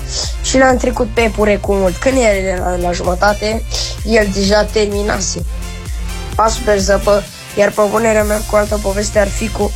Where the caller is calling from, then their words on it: Bucharest, Romania; din București și am 10 ani